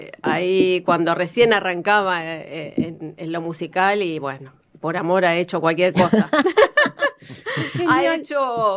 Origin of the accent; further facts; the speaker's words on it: Buenos Aires, Argentina; Yo soy del Abasto